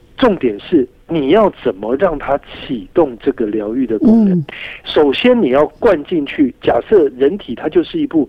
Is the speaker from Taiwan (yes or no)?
yes; Taiwan; 像我们这种在亚热带长大的孩子，我30多岁第一次我到大陆去